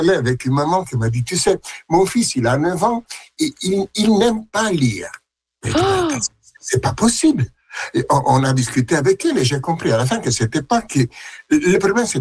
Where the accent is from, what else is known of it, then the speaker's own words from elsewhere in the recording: Milan, Lombardy, Italy; now in France; Je suis né à Milan, même à Milan-Ville. J'ai vécu dans cette grande ville et à un certain point, j'ai migré en France et j'ai habité à Orléans.